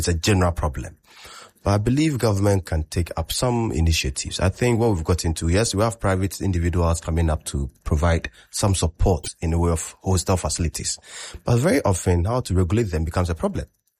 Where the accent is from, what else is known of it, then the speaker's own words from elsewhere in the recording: Kumasi, Ashanti, Ghana; moved away as an adult; now in Accra, Ghana; I came from Kumasi. I'm not an Accra boy. I came from Kumasi